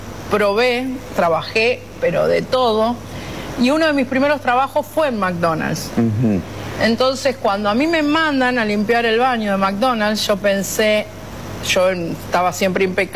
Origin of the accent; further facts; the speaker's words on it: Rosario, Santa Fe, Argentina; moved away as an adult; now in United States; Porque era un aprendizaje, era algo que había venido yo a probar a Estados Unidos, cosas que no hacía allá. Yo no iba a ir a limpiar un baño en Rosario, porque ya tenía mi trabajo.